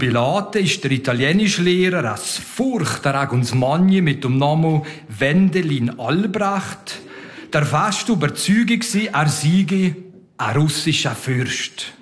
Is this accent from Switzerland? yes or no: yes; Leuk, Valais, Switzerland; moved away as an adult; also born or lived in United States / Bern; Ich bin aufgewachsen im Kanton Wallis in Leuk. Das ist im Tal, nicht weit von Leukerbad entfernt. Da bin ich aufgewachsen, 20 Jahre da gewohnt und gelebt. Bin nachher ein paar Jahre nach Amerika gegangen